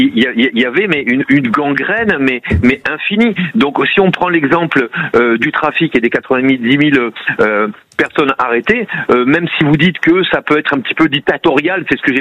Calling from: France; chez nous en France

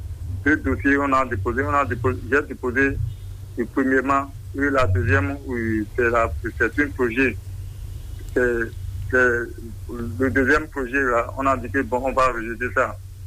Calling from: Adjarra, Ouémé, Benin; J'appelle de Porte-Nouveau, commune d'Adjar, arrondissement de Marie, quartier Yégé.

